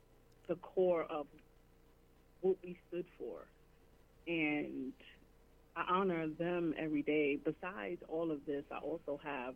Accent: Harlem, New York, United States; I was serving the community that raised me.

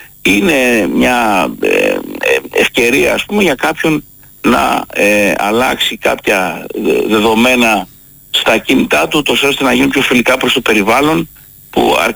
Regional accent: Greece; moved away; είμαστε από Ελλάδα

